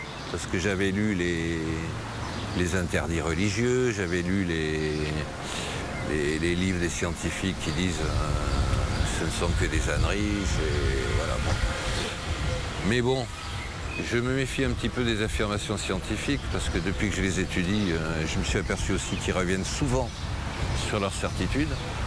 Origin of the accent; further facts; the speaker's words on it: Toulouse, Occitanie, France; je suis originaire de Toulouse, quand on dit « Adieu », c'est comme on dit « Au revoir »